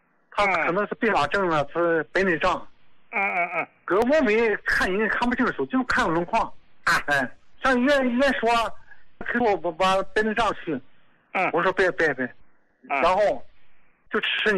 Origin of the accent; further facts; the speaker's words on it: Dalian, Liaoning, China; 我是大连的。